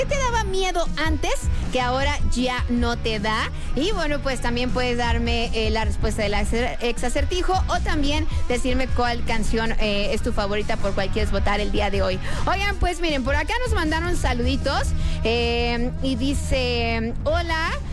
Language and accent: Spanish; Guadalajara, Jalisco, Mexico; soy de Guadalajara y allá desde que nací escucho truenos y relámpagos y lluvias y tormentas.